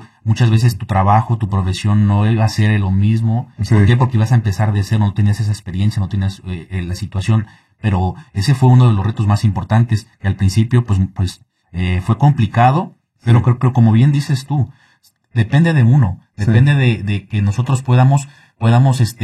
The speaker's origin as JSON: {"language": "Spanish", "country": "Mexico", "moved": "yes", "lives_now": "Illinois, United States", "said": "somos mexicanos en Estados Unidos"}